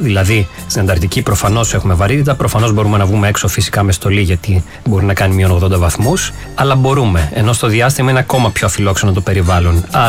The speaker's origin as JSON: {"language": "Greek", "town": "Larissa", "region": "Thessaly", "country": "Greece", "tie": "born or raised there", "also_born_or_lived": "Athens", "moved": "as an adult", "said": "Γεννήθηκα εδώ στην Αθήνα, ωστόσο γενέτειρά μου θεωρώ τη Λάρισα, δηλαδή μεγάλωσα από 0 ετών στην ουσία έως τα 18 μου στη Λάρισα."}